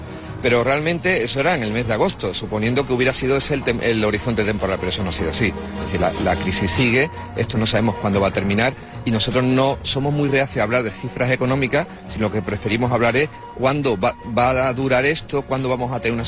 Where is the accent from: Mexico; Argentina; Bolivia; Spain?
Spain; Ceuta; todos los ceutíes pensamos lo mismo